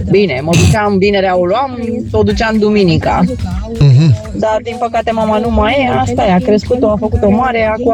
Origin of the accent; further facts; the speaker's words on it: Băicoi, Prahova, Romania; Somanilor. Eu sunt … din Băicoi.